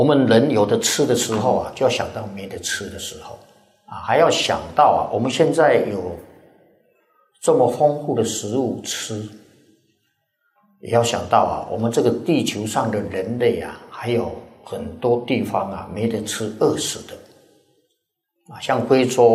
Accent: Taiwan; 我们是台湾来的啊。

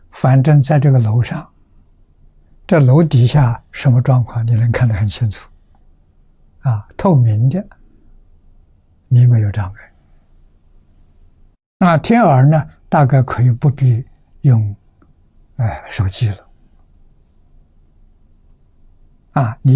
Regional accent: China; 我们中国人

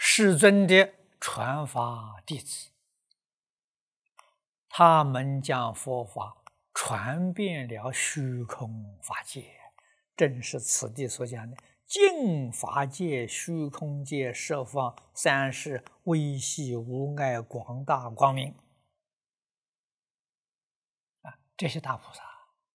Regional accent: China

